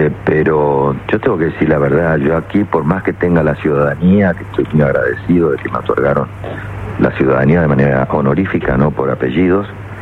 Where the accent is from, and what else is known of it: Argentina; now in Spain